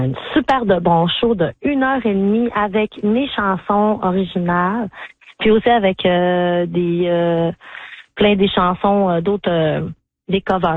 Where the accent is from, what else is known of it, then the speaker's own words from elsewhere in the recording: Saguenay, Quebec, Canada; born there; Kenogami... C'est mes racines, je suis née à Kenogami.